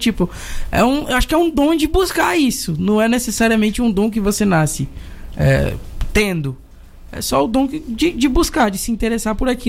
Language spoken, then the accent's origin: Portuguese; Bahia, Brazil; now in Goiânia, Brazil; eu sou baiano. Nasci no interior da Bahia